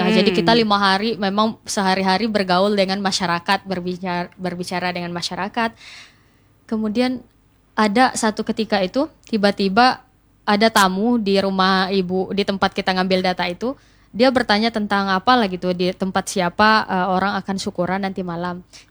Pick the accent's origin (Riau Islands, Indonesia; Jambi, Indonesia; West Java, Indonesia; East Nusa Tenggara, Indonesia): Jambi, Indonesia; Kerinci; first language Kerinci; now in Bengkulu, Indonesia; kebetulan saya orang Kerinci, penutur asli bahasa Kerinci, Jambi. Kebetulan saat ini ditugaskan di Bengkulu, udah 4 tahun di Bengkulu